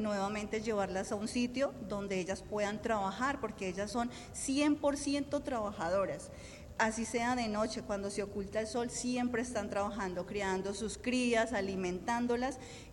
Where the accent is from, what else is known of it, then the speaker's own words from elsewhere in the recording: Bello, Antioquia, Colombia; also born or lived in Quimbaya, Quindío; now in Villavicencio, Colombia; yo soy orgullosamente campesina, cultivadora de café en Quimbaya, Quindío, criada en Bello, Antioquia, y amo esta región porque soy agricultora